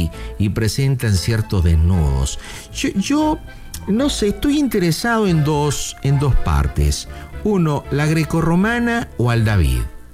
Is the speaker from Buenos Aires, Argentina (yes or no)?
yes; Buenos Aires, Argentina; moved away as an adult; also born or lived in California; now in United States; Yo nací en California, pero cuando tenía 3 años, mi madre me llevó a Buenos Aires, y bueno, porque mi madre es californiana, y yo opté y tuve el pasaporte americano